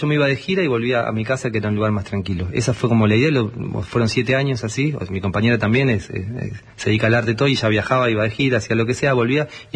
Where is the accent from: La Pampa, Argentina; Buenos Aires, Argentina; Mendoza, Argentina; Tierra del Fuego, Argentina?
Buenos Aires, Argentina; Yo tenía muchas ganas de irme de Buenos Aires a vivir a un lado, soy de Capital Federal, digamos, tenía ganas de irme a un lugar un poco más tranquilo.